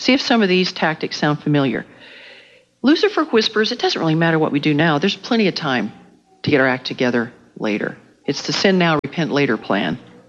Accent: Kansas, United States; I grew up in Kansas, the great basketball state of Kansas.

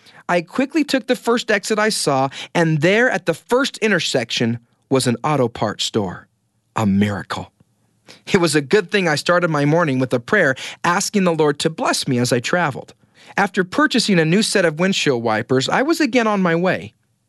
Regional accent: Kenai, Alaska, United States; moved away; also born or lived in Idaho; But I was from Kenai, Alaska, population 5,500. I remember when all three stoplights were put in my town. But needless to say, my hometown was small.

